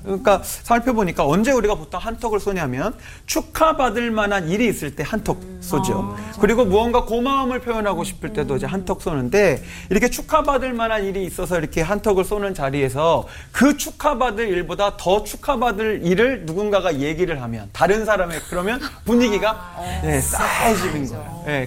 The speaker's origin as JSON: {"language": "Korean", "country": "South Korea", "said": "늘 뭔가 우리나라 사람들은 관계 안에서 다른 사람이 어떠한지 나는 어떠한지를 계속 살펴보는 것 같아요."}